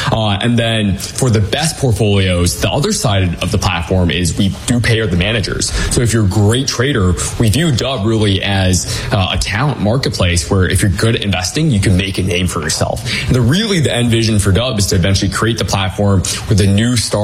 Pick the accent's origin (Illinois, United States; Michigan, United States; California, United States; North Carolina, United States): Michigan, United States; Detroit; So born and raised in Detroit, my parents were immigrants. We didn't have a lot of money growing up.